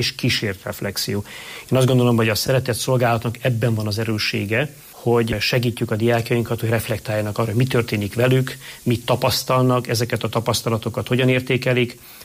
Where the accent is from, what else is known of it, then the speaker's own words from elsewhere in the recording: Satu Mare County, Romania; moved away; Romániában születtem, Erdélybe, Szatmár vidékén